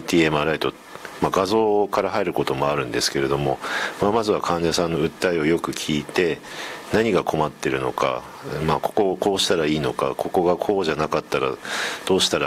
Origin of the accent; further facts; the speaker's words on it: Nayoro, Hokkaido, Japan; moved away as an adult; also born or lived in Asahikawa / Kushiro / Obihiro / Furano; now in Wakkanai, Japan; 出身は名寄なんですけども、大学は旭川で、それから、地方を転々として釧路、帯広、富良野、旭川などなどを経て、2008年からここにずっといるという感じですね。